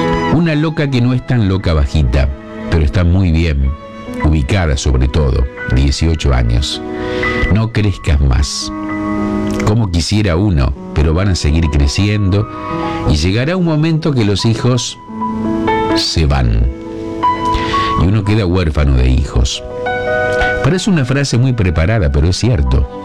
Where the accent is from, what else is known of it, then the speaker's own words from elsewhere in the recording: Arequito, Santa Fe, Argentina; nos ven en Villa Eloísa, Los Molinos, Arequito, mi pueblo, Los Nogales